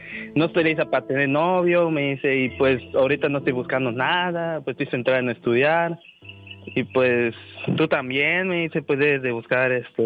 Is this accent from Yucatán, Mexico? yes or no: yes; Mérida, Yucatán, Mexico